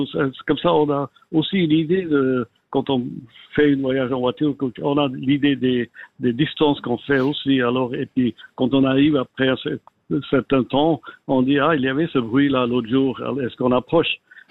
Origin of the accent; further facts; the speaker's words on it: Geneva, Switzerland; Moi, j'ai grandi dans Genève, je connais la ville comme n'importe quoi.